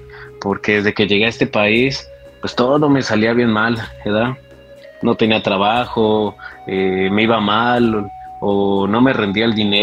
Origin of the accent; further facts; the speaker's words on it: Michoacán, Mexico; Y pues allá en mi tierra, Michoacán, maestro, pues mi mujer me era infiel.